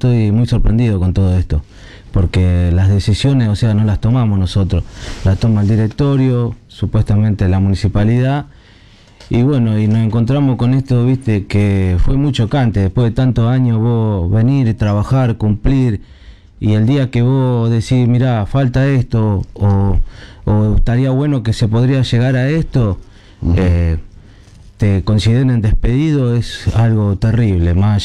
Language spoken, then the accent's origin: Spanish; Casilda, Santa Fe, Argentina; Y yo he caminado por esta ciudad desde que nací. Yo nací acá en Casilda